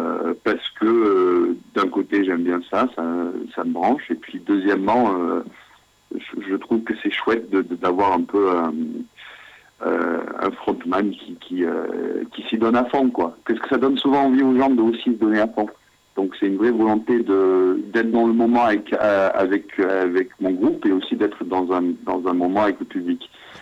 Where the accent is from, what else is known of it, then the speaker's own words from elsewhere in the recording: Glasgow, Scotland, United Kingdom; je suis de Glasgow